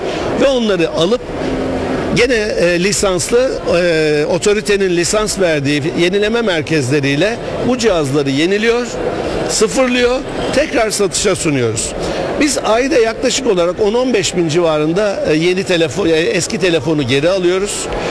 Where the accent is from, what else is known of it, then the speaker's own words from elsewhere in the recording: Düzce, Turkey; Düzce benim memleketim.